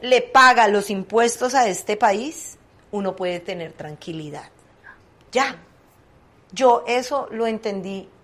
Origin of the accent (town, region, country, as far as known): Colombia; moved away as an adult; now in United States